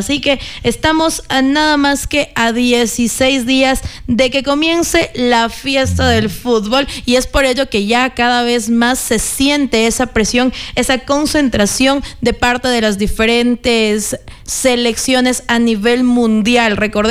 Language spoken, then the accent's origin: Spanish; Ecuador; nosotros como ecuatorianos esperamos llegar hasta los octavos de final.